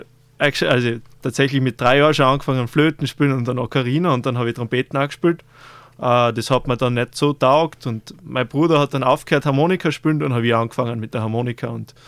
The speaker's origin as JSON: {"language": "German", "town": "St. Stefan ob Stainz", "region": "Styria", "country": "Austria", "tie": "born or raised there", "moved": "as an adult", "lives_now": "Sydney, Australia", "said": "Ja, ich komme aus dem Schilkerland, aus St. Stephan ob Steins, vom Rheinischkogel. Wir haben einen Weinbetrieb daheim, Buschenschank … dort bin ich aufgewachsen. Jetzt studiere ich in Graz Mathematik"}